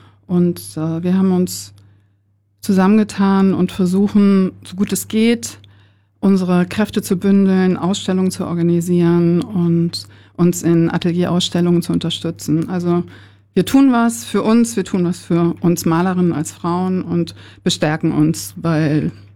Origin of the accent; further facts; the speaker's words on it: Hamburg, Germany; Nee, ich komme ja aus Hamburg und habe in Hamburg Illustration studiert und war dann in Berlin an der Filmhochschule, an der DFFB.